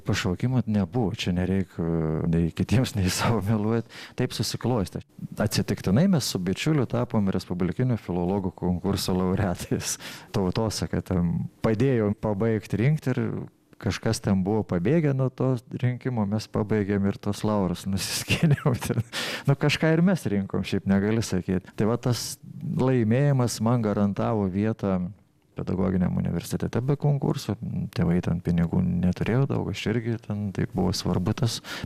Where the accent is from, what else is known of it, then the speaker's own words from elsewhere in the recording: Samogitia, Lithuania; Ir kartu supranti, kad tam yra daug kažkokių marginalų, bet juk tarsi garsėja. Tai kiekis ir kartu tu negali atsiriboti visai nuo to, nes nu, tu žemaitis esi vis tiek.